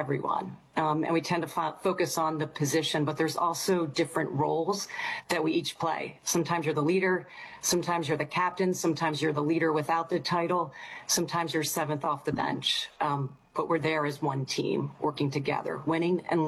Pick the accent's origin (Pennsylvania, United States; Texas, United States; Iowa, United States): Pennsylvania, United States; Philadelphia; born there; Well, I said I grew up in Philadelphia